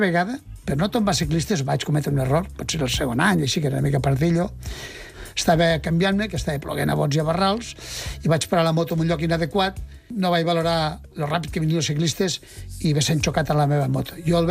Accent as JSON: {"language": "Catalan", "region": "Catalonia", "country": "Spain", "said": "com a bon català"}